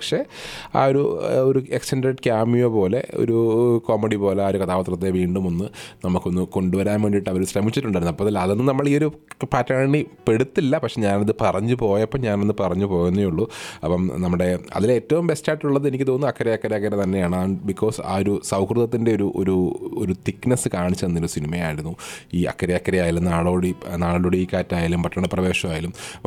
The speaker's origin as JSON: {"language": "Malayalam", "region": "Kerala", "country": "India", "moved": "yes", "said": "ഞങ്ങളുടെ നാട്ടിൽ കരുനാഗപ്പള്ളി"}